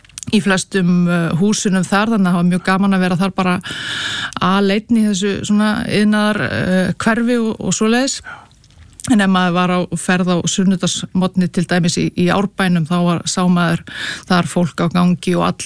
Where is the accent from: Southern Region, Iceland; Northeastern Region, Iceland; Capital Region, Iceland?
Capital Region, Iceland; Reykjavík; ég búið fættu uppalinn í Reykjavíkuborg og ég kann alveg að meta Reykjavíkuborg